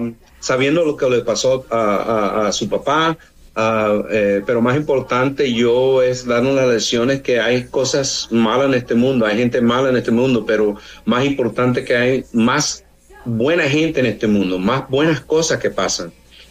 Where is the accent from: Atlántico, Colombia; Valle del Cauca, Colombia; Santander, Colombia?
Atlántico, Colombia; Barranquilla; now in United States; yo soy inmigrante de Colombia y hago lo mejor que yo puedo porque mis padres me enseñaron que vamos a venir a los Estados Unidos, pero también nunca se le olvidará de dónde viniste, que eres barranquillero.